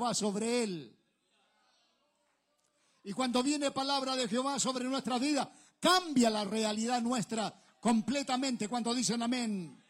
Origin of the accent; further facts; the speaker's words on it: Chile; un guaso, le decimos allá en Chile